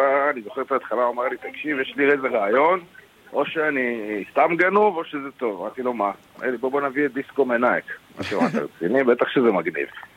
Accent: Kiryat Gat, Southern District, Israel; אני גם מקריית גת

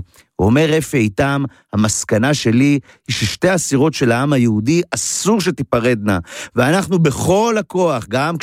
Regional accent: Ein Gev, Northern District, Israel; אני גדלתי בכנרת, בעין גב, ואצלנו כשרצינו לאמן את הכושר הגופני שלנו לקראת הצבא, אז היינו עושים את התרגיל הבא.

